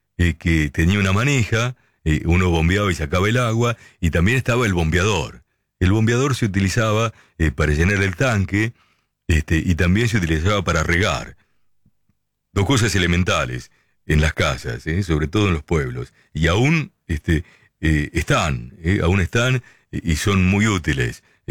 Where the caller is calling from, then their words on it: Necochea, Buenos Aires Province, Argentina; de Necochea. Un abrazo para todos ustedes.